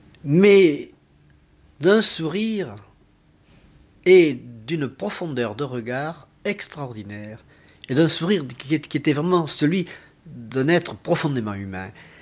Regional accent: Southern France, France; accent: Midi; moved away as an adult; Moi j'arrivais très intimidé avec mon accent du Midi, parce que je ne connaissais pas Paris

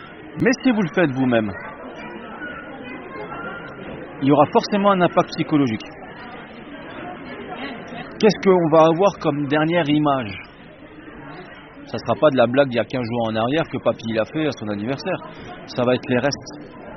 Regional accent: France; Chez nous, en France

